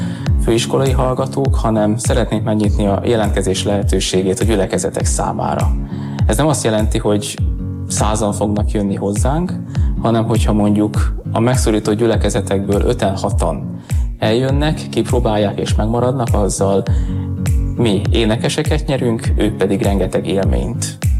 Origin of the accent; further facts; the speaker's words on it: Sopron, Győr-Moson-Sopron, Hungary; now in Debrecen, Hungary; Én soproni származású vagyok, vagyis az ország másik végéről érkeztem ide